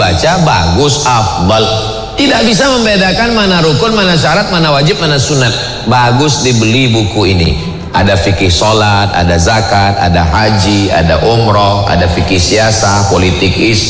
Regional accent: Riau, Indonesia; Saya kan orang Melayu, saya orang Sumatera dari Riau, kami bahasa Melayu.

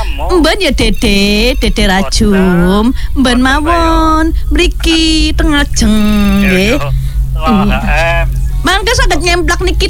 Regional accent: Tegal, Central Java, Indonesia; Ya kita kan orang Tegal ya. Orang Tegal kan ya.

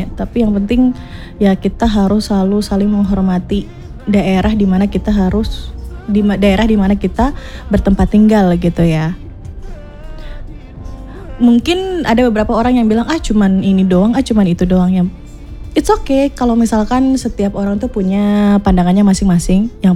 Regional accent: Java, Indonesia; ada Jawa kayak kita nih

